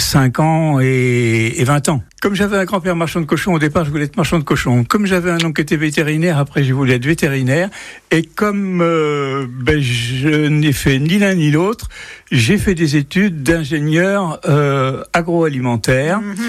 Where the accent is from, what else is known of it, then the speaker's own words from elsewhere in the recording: Rouen, Normandy, France; born there; Oh, je suis né par accident à Rouen.